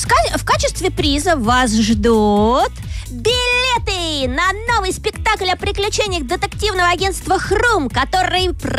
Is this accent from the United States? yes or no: no; Saint Petersburg, Russia; я из Санкт-Петербурга.